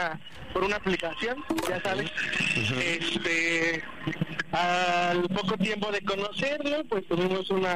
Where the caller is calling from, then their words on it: Ixtapaluca, State of Mexico, Mexico; Tengo 26 y soy de Iztapaluca, Estado de México.